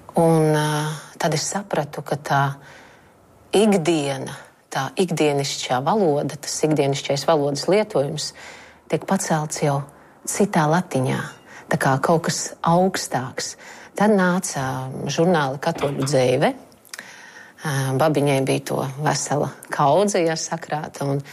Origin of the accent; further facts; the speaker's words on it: Latgale, Latvia; also born or lived in Riga / England; Esmu latgaliete.